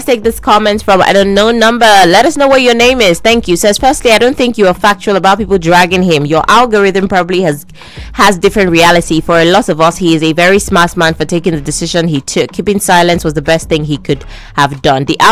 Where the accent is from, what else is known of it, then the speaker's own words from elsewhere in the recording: Nigeria; One of the many, many reasons why I love being Nigerian is just our sense of humor